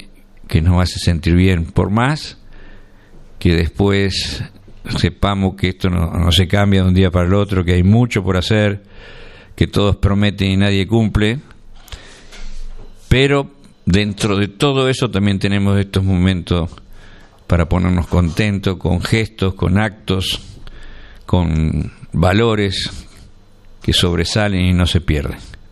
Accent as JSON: {"language": "Spanish", "country": "Argentina", "said": "somos argentinos"}